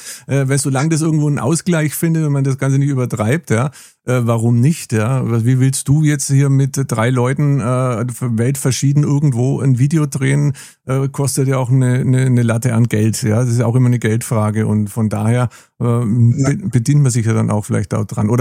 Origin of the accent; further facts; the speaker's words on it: Nuremberg, Bavaria, Germany; Ich erinnere mich noch an die erste Eisenbahn in meiner Heimat, natürlich Nürnberg nach Fürth.